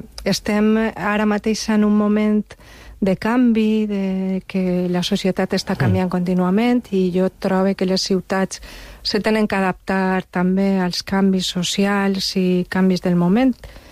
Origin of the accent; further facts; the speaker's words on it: Xàtiva, Valencian Community, Spain; Soc de Xàtiva i ho dic aixina perquè perquè és que aixina com poso en el balconet este de, del Beiberet, Xàtiva enamora